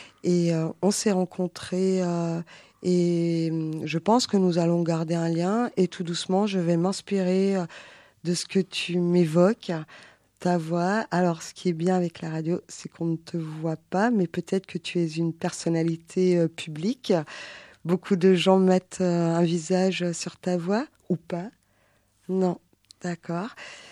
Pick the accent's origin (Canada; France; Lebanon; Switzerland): France; Colmar, Grand Est; Quand j'étais, enfant, à la maison, chez mes parents. Je viens de Colmar.